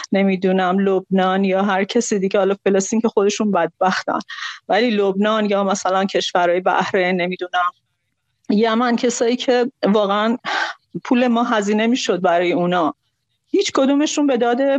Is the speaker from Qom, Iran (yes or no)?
no; Khuzestan, Iran; با این حال که خودم خوزستانیم، خیلی از فامیلام تو خوزستانه